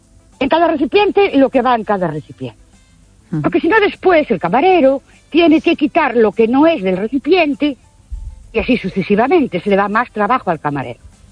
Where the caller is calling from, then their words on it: Ourense, Galicia, Spain; Buenas noches. … de Orense otra vez.